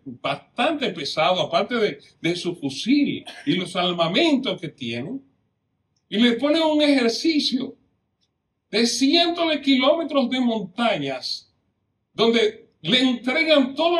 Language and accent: Spanish; Dominican Republic; En mi país, en la República Dominicana